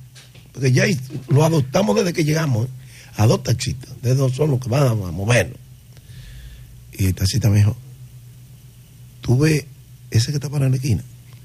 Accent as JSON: {"language": "Spanish", "region": "Cibao", "country": "Dominican Republic", "said": "yo soy cibaeño."}